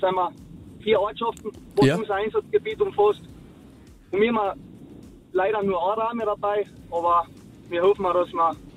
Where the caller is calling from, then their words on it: Rangersdorf, Carinthia, Austria; Ich bin aus Rangersdorf.